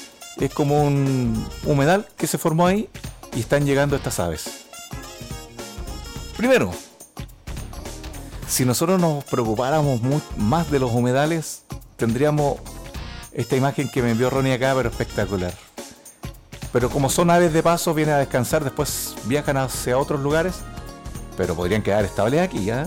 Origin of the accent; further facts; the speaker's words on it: Los Ríos, Chile; moved away; me recuerda a mi tierra, la región de los ríos, que está lleno de cisnes de cuello negro.